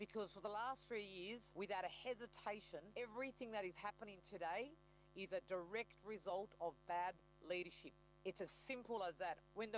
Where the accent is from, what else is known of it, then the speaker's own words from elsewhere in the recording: Australia; I said, I'm not Jewish. I'm just an Australian.